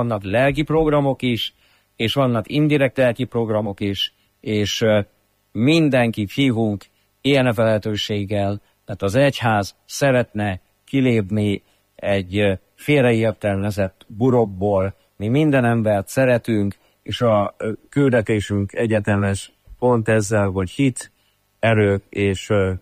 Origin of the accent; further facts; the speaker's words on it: Veszprém, Veszprém County, Hungary; Mi feleségemmel együtt veszprémiek vagyunk, minden emlékünk ide köt